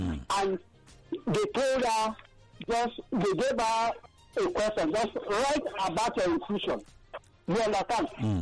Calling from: Abuja, Federal Capital Territory, Nigeria; I'm calling from Abanja

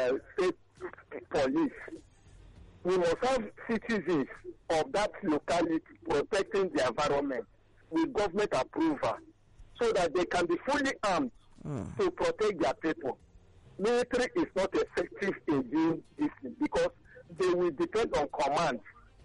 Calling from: Owerri, Imo, Nigeria; In my place, in Owerri

